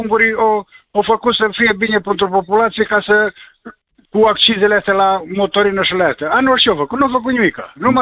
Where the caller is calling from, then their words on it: Cluj-Napoca, Cluj County, Romania; și vă sunt din Cluj.